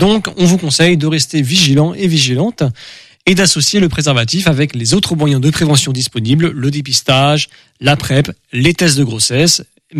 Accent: France; accent: French; Avec mon accent français

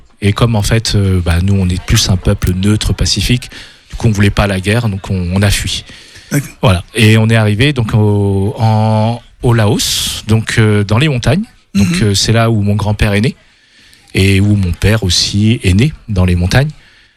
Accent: France; Mais c'est vrai que comme j'ai grandi en France

